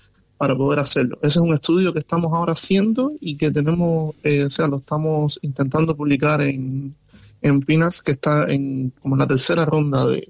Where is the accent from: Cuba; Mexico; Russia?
Cuba; now in Chile; yo soy cubano viviendo en Chile